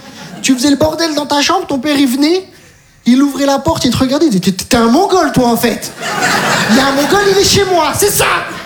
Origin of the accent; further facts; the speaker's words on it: Metz, Grand Est, France; Je viens de Metz, j'ai tout abandonné.